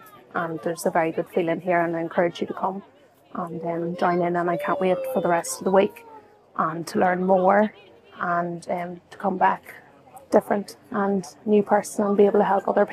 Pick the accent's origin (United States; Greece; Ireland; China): Ireland; I'm from Ireland and I have come over here to Medjugorje